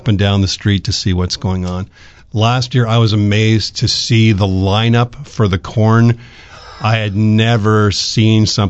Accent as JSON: {"language": "English", "town": "Morden", "region": "Manitoba", "country": "Canada", "tie": "born or raised there", "moved": "yes", "said": "growing up in Morden and having been gone for a while, being away from Morden for 21 years and coming back 3 years ago"}